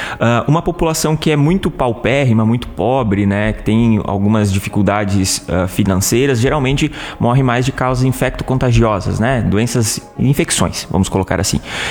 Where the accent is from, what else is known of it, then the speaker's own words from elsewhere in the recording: Guaraciaba, Santa Catarina, Brazil; moved away as an adult; also born or lived in Cascavel, Paraná / Porto Alegre; Eu sou daqui, eu sou da região, eu nasci em Guaraciaba, né? Me criei no interior de Guaraciaba, ali em Ouro Verde, né? No interior.